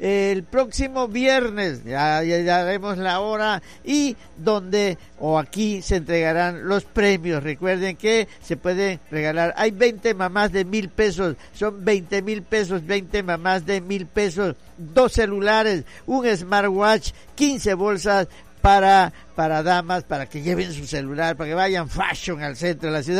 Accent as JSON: {"language": "Spanish", "region": "Tabasco", "country": "Mexico", "tie": "born there", "said": "porque yo nací en Tabasco y así yo quiero ser."}